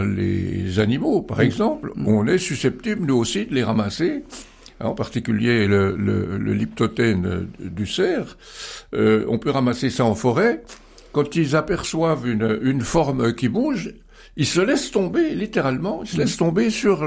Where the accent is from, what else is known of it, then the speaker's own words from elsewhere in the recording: Bourgogne-Franche-Comté, France; Chez nous, en Franche-Comté